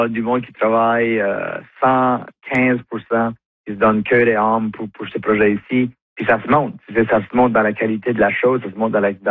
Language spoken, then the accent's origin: French; the Maritimes, Canada; ici chez nous au Maritime, en Acadie.